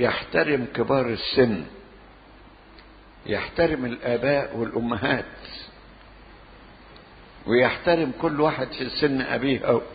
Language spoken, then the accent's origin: Arabic; Benha, Qalyubia, Egypt; born there; now in Cairo, Egypt; لما جينا من بنها من الريف وجينا في القاهرة